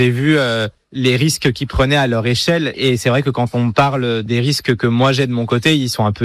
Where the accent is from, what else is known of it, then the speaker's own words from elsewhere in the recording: Nozay, Pays de la Loire, France; also born or lived in Orvault; J'ai grandi à Nozay, entre Nantes et Rennes. Et après, à l'adolescence, on est arrivé sur Orvault. Mes parents avaient une boulangerie.